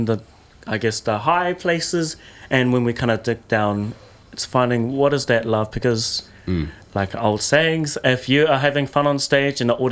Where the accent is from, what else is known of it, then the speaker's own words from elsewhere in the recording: Taupo, Waikato, New Zealand; also born or lived in Turangi; Like my home, I come from Taupo and Turangi. And even like in those places, I think I've moved a combination of like 15 times.